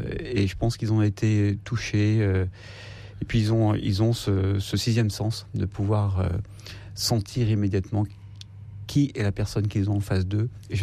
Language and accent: French; Algeria; C'est un mot qui n'a pas le même sens ici et là-bas, ou là-bas, ou ici chez nous en Algérie et en Europe et en France.